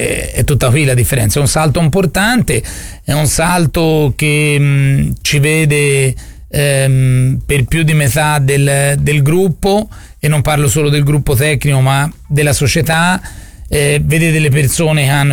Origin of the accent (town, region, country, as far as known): Florence, Tuscany, Italy